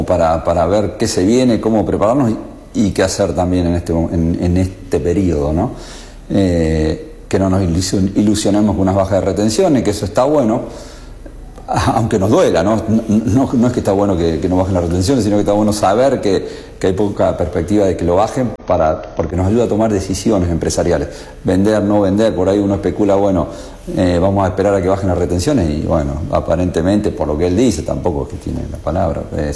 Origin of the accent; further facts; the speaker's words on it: Laboulaye, Córdoba, Argentina; somos toda gente de La Boulaye